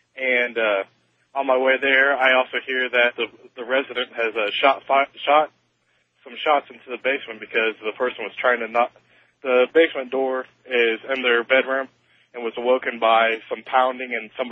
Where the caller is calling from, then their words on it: Ohio, United States; I'm a police officer in Ohio.